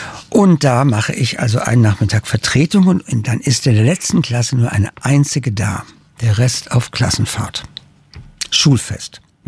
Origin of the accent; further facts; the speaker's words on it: Darmstadt, Hesse, Germany; geht die Sonne unter, hinter den Darmstädter Palmen, ein plässlich rosa Himmel und ich freue mich an meine Heimatstadt